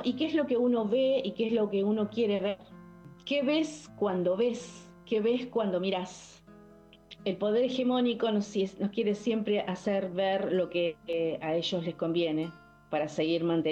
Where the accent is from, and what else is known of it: Argentina